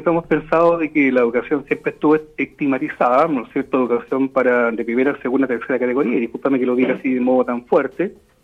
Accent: Constitución, Maule, Chile; yo lo estoy viendo incluso en mi pueblo, que es bastante chico comparado con ustedes, Constitución

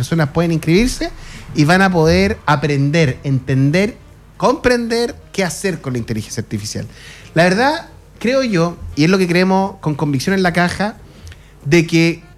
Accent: Santiago, Santiago Metropolitan Region, Chile; Yo soy santiaguino de base, soy un ratón de ciudad

